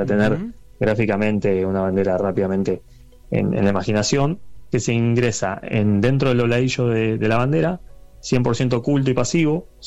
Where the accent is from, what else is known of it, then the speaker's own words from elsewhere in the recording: Quilmes, Buenos Aires Province, Argentina; now in Wilde, Argentina; No, yo soy de Buenos Aires. Yo nací en la ciudad de Quilmes. Bueno, vivo actualmente en Wilde de Avellaneda, la zona sur de la provincia de Buenos Aires